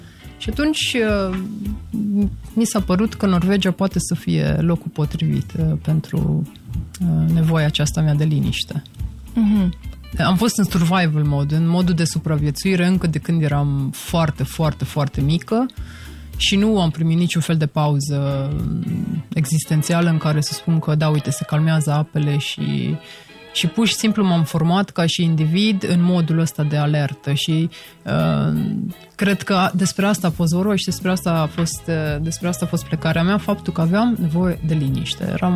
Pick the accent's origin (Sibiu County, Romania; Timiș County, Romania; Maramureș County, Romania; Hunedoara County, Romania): Hunedoara County, Romania; Deva; moved away as an adult; now in Norway; M-am născut chiar în Deva, în 86. Fac parte din celebra generație care a prins tot și comunismul pe final și haosul anilor 90.